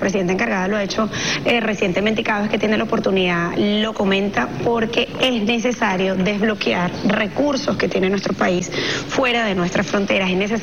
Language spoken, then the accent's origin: Spanish; Venezuela